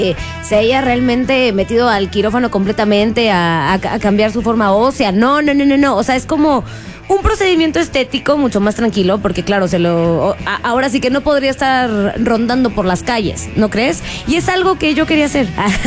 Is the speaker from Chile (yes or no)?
no; Mexico; Así que somos, mexicanos o payasos, ¿no?